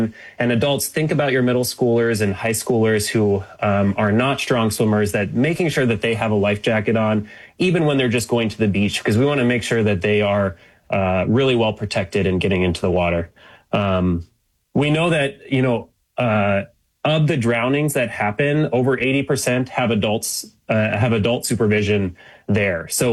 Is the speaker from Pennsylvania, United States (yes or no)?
no; Federal Way, Washington, United States; born or raised there